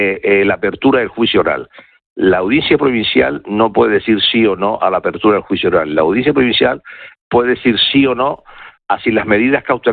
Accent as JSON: {"language": "Spanish", "country": "Spain", "said": "como en general somos los españoles"}